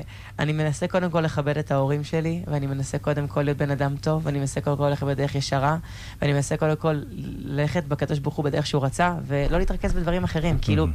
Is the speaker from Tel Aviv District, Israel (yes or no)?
yes; Ramat Gan, Tel Aviv District, Israel; גם אני עיראקי, בכלל רמת גן.